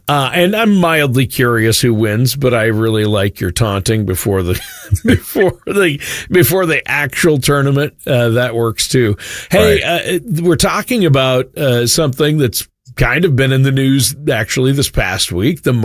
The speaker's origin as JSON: {"language": "English", "region": "Minnesota", "country": "United States", "said": "Even though, I'm from Minnesota and my Vikings, I'm a little concerned for them this year."}